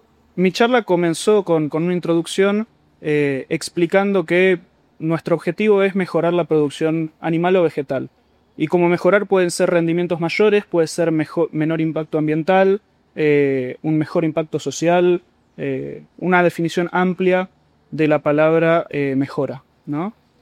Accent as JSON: {"language": "Spanish", "country": "Argentina", "moved": "as an adult", "lives_now": "United States", "said": "Soy originariamente de Argentina."}